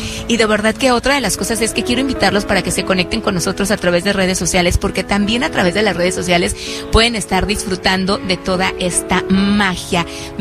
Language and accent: Spanish; Mexico; los de México tenemos ojo verde.